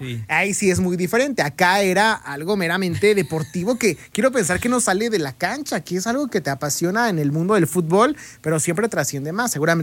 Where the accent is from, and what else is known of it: Mexico